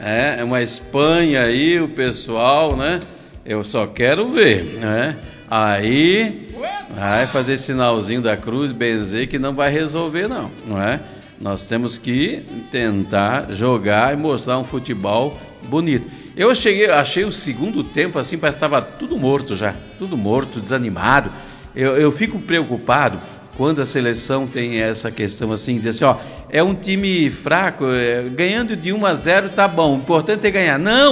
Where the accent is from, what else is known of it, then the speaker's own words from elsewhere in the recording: Brazil; Como brasileiro, vamos torcer